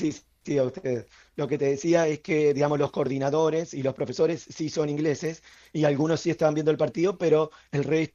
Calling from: Ramallo, Buenos Aires Province, Argentina; Somos un grupo de Ramallo, hay 15 jóvenes de Ramallo.

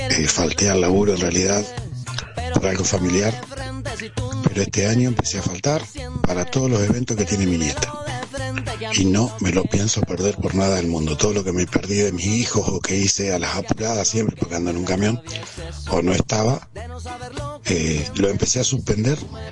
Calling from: Junín, Buenos Aires Province, Argentina; de Junín, tengo 51 años.

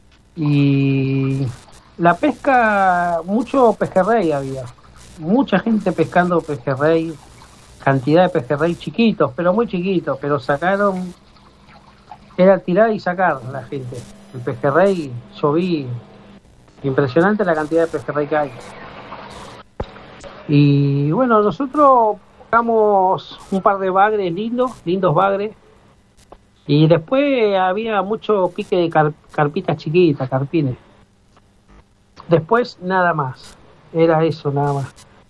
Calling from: Buenos Aires, Argentina; Nosotros somos de acá de Las Ferreras.

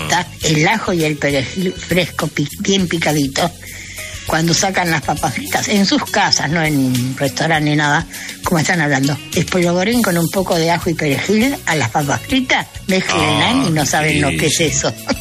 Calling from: Lanús, Buenos Aires Province, Argentina; Buen día, chicos. … de Lanús Oeste. Tengo 85 años.

